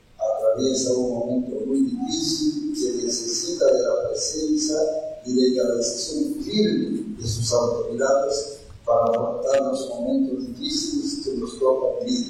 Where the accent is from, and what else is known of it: Peru